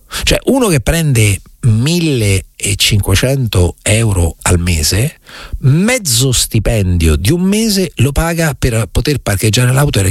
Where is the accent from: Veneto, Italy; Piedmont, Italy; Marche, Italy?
Marche, Italy; Recanati; Nel mio paese Recanati